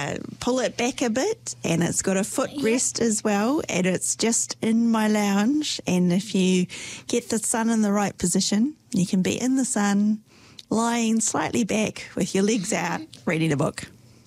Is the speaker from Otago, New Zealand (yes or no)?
yes; Dunedin, Otago, New Zealand; when I was growing up in Dunedin, Auckland was very exotic compared with Dunedin. It was very far away when I was a child and much hotter than Dunedin.